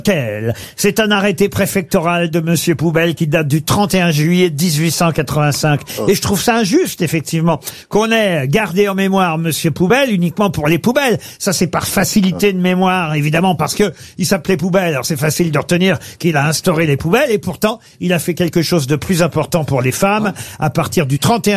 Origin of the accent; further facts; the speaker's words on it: France; Chez nous en France, c'est en 73, 3 ans plus tard.